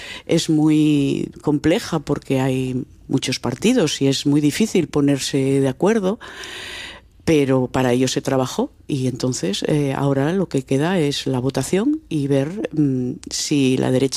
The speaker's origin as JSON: {"language": "Spanish", "region": "Asturias", "country": "Spain", "said": "Sí, soy de la cuenca, soy de la Guería Carrocera."}